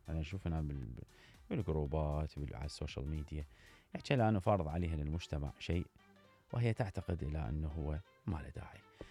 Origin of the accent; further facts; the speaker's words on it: Iraq; أنا دائما أقول القوانين عندنا في العراق باعتبارها قديمة جدا